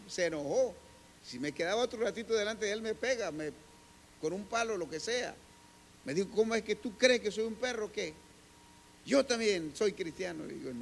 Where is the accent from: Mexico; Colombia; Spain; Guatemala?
Guatemala; San Pedro Soloma, Huehuetenango; Yo soy de San Pedro Soloma.